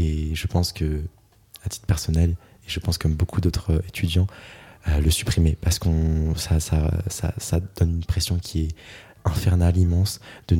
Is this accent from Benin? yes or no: no; France; certes on est français, on est fiers de l'être